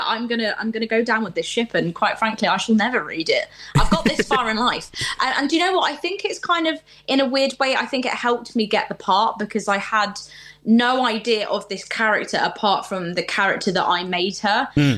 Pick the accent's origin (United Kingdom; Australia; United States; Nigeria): United Kingdom; So I'm kind of very thankful that I'm British in that sense.